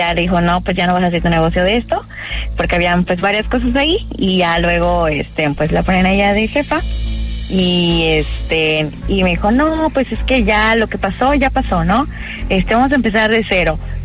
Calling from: Yucatán, Mexico; De Yucatán.

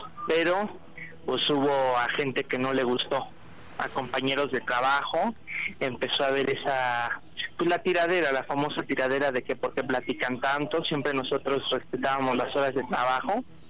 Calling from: Colonia Guerrero, Mexico City, Mexico

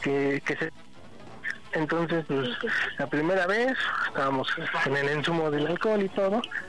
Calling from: Venustiano Carranza, Mexico City, Mexico; aquí de la Venustiano Carranza.

